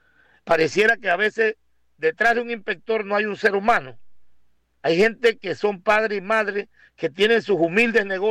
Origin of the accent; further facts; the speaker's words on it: Panama; yo como panameño, como ciudadano común y corriente de a pie